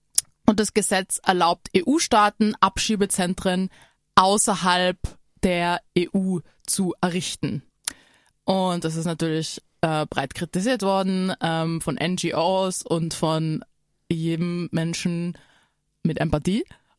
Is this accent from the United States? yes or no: no; Innsbruck, Tyrol, Austria; wenn man als schwarze Person in einer weißen Mehrheitsgesellschaft aufwächst, wie jetzt wir in Innsbruck, surprise, surprise, wir sind schwarz